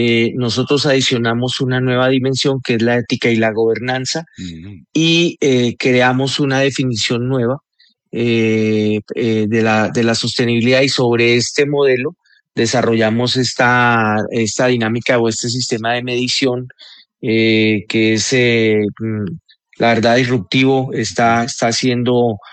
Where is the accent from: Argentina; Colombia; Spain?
Colombia; moved away; Para mí como colombiano y un colombiano que lleva un buen rato fuera del país